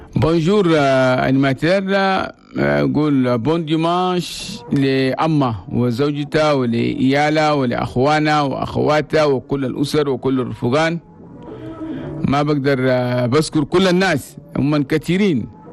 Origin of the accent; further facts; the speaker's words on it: Chad; هنا بلدنا تشاد بلد توماي